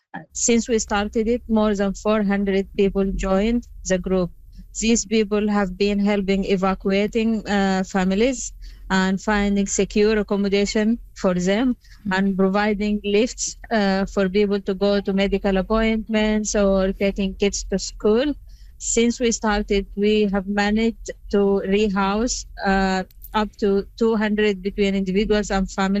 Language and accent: English; Sudan; I'm one of them. I am from Sudan too.